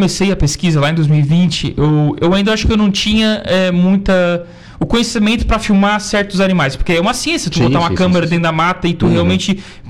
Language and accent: Portuguese; Criciúma, Santa Catarina, Brazil; born there; Eu sou de Criciúma